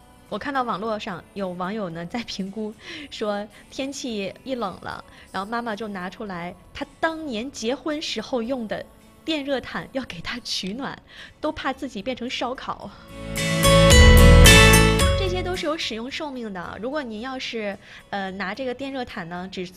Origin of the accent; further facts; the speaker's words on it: Hebei, China; now in Jinzhou, China; 我是河北的，我们那边都要插座，就是正常就说插座，就叫插座，来东北之后呢说插排啊，我现在也会习惯性的叫它插排。